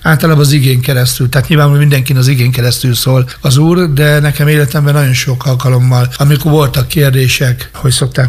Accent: Nyíregyháza, Szabolcs-Szatmár-Bereg, Hungary; also born or lived in Kemecse; 69-es születésű vagyok, ugye Kemecsén születtem, de Nyíregyházán Sóstóhegyen nőttem föl.

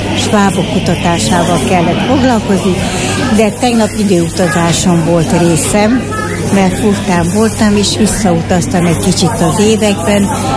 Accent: Debrecen, Hajdú-Bihar, Hungary; Debrecenből jöttem a Bocskai kertbe, hogy megtekintsem ezt a szép kiállítást

